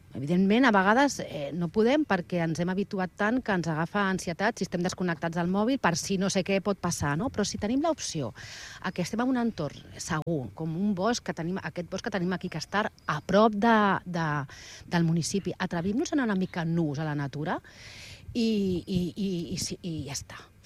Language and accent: Catalan; Barcelona, Catalonia, Spain; now in Altafulla, Spain; Però jo parlo de com a Altafullenca o com a Barcelonina afincada a Altafulla, que és una gran és diferent viure en una ciutat.